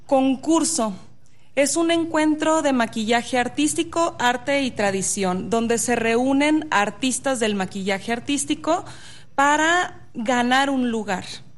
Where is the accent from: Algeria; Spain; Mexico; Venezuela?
Mexico; Los Mochis, Sinaloa; also born or lived in Mazatlán, Sinaloa; Yo soy norteña. ¿De dónde eres? De Los Mochis, Sinaloa. Nací en Mazatlán.